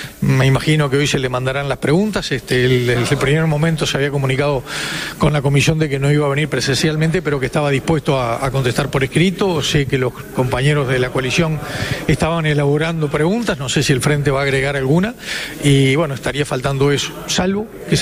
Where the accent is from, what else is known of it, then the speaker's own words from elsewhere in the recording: Uruguay; Y lo otro es que a nosotros nos preocupa como uruguayo